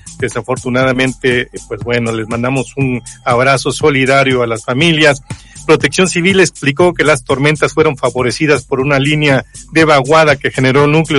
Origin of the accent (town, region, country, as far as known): Mexico